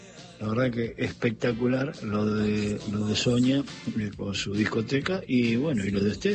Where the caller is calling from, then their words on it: Punta Alta, Buenos Aires Province, Argentina; Punta Alta, Provincia de Buenos Aires … desde Punta Alta, sur de Provincia de Buenos Aires